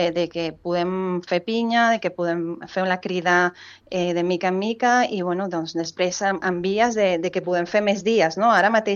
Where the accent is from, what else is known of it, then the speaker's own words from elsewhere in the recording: Venezuela; now in Sitges, Spain; soc una veneçolana intentant ajudar als veneçolans que estan patint en aquests moments.